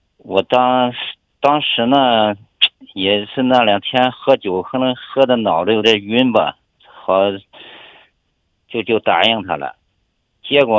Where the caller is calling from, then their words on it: Henan, China; 我就是河南的，来新疆自驾游，